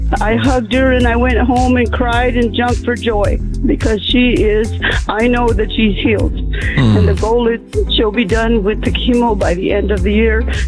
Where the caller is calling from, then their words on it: Youngstown, Arizona, United States; I am calling from Youngstown, Arizona.